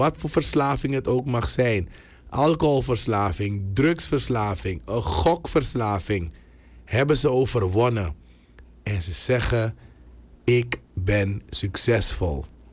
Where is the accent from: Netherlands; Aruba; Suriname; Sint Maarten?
Suriname; wij als Surinamers, wij als mensen.